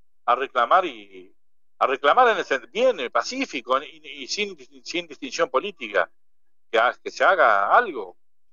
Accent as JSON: {"language": "Spanish", "town": "Diamante", "region": "Entre Ríos", "country": "Argentina", "tie": "born or raised there", "said": "yo me crié acá en Diamante, calcularle que yo, acá en el barrio, nosotros teníamos todo campito y campo para allá atrás, después se pobló todo"}